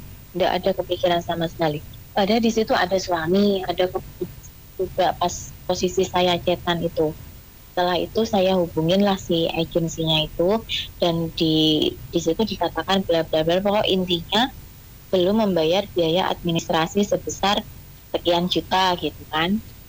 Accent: Tulungagung, East Java, Indonesia; Kan saya dari Tulungagung, jadi yang mereka sebutkan itu semua saudara-saudara saya yang ada di Tulungagung. Ibu sama bapak saya di Tulungagung.

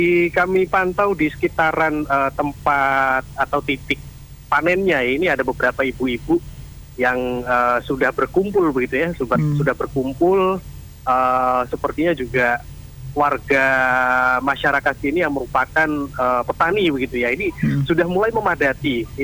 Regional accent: Java, Indonesia; kalau kita orang Jawa nyebutnya lanjaran, begitu, ya.

